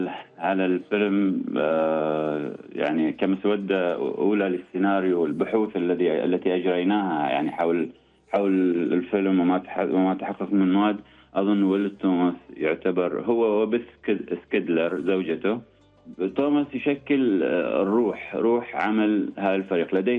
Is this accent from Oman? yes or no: yes; Oman; لنا كعمانيين